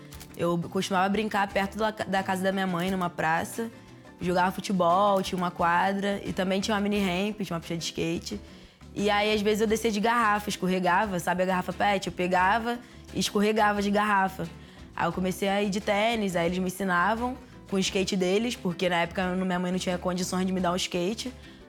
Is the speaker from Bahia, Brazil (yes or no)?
no; Rio de Janeiro, Brazil; born there; nasci no Rio de Janeiro, em Campo Grande.